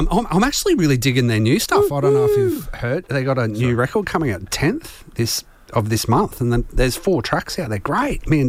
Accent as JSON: {"language": "English", "town": "Ipswich", "region": "Queensland", "country": "Australia", "tie": "born or raised there", "said": "So I grew up in Ipswich."}